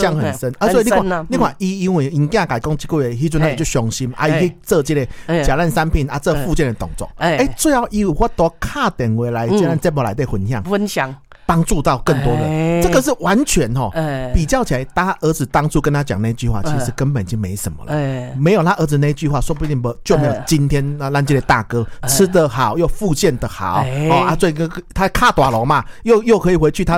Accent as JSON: {"language": "Chinese", "country": "Taiwan"}